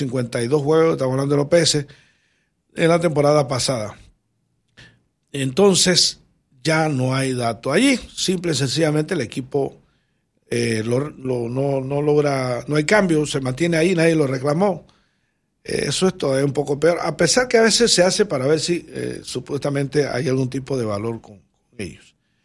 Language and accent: Spanish; Tierras Altas district, Chiriquí, Panama; born there; also born or lived in Bugaba; Ya yo no pertenezco a Bugaba. Yo pertenezco al glorioso distrito de Tierras Altas